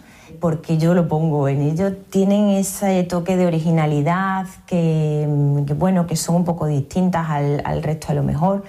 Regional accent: Extremadura, Spain; now in Badajoz, Spain; yo me inspiro mucho en mi tierra

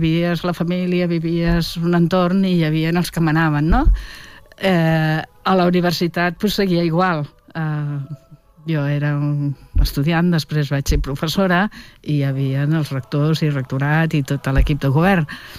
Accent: Catalonia, Spain; first language Catalan; perquè és la meva llengua, perquè sí. És el meu país i perquè me l'estimo.

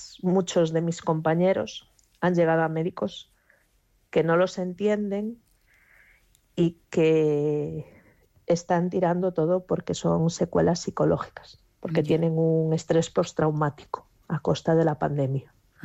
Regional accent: Galicia, Spain; En Galicia, de donde yo soy

